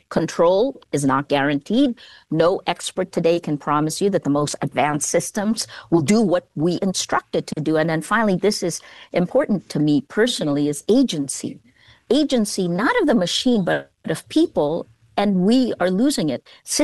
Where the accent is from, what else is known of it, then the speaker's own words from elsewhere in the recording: Philippines; Because I come from the Philippines